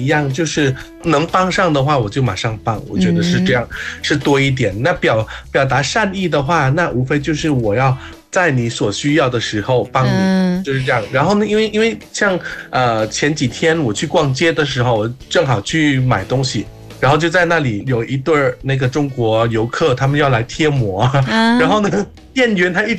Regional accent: Thailand; Chinese is a second language

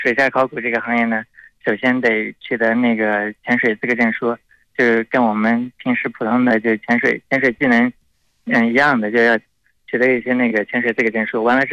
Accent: Yunnan, China; moved away as an adult; now in Guangdong, China; 我老家云南的。

